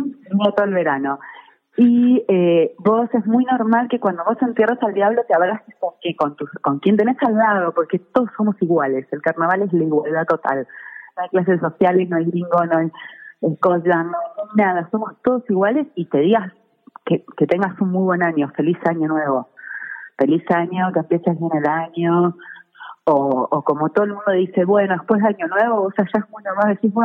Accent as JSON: {"language": "Spanish", "region": "Buenos Aires", "country": "Argentina", "moved": "as an adult", "lives_now": "Quebrada de Humahuaca, Jujuy, Argentina", "said": "yo siendo porteña"}